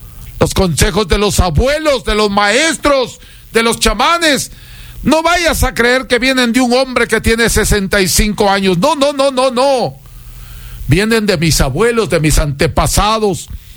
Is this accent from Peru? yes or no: yes; Huancabamba, Piura, Peru; now in Ecuador; que yo estoy formado por mis abuelos, por mis padres, por mis ancestros, el chamanismo de mi tierra natal del Perú, de Huancabamba. Tengo conocimiento andino para servir al mundo